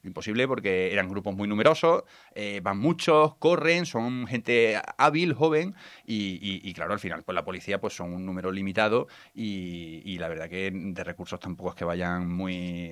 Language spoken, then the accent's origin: Spanish; Spain; Como ciudadano español y como la historia que nos precede, pues...